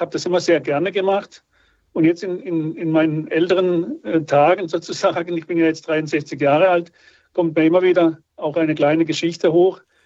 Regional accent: Baden-Württemberg, Germany; ich stamme ja aus der Nähe von Freiburg

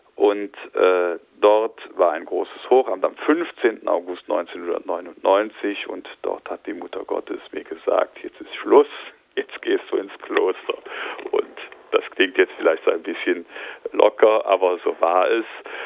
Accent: Unkel, Rhineland-Palatinate, Germany; meine erste Kirchenmusikerstelle in der Erzdiözese Köln, also in meiner Heimat, angetreten, in dem Nachbarort von Unkel, wo ich herkomme

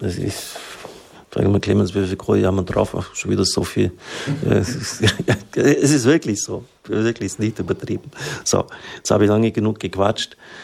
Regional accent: Swabia, Germany; Ich bin ein Schwabe.

